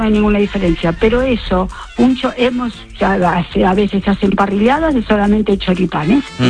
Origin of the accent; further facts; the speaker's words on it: Argentina; Bueno, mi bocata, como una argentina que soy, es el choripán.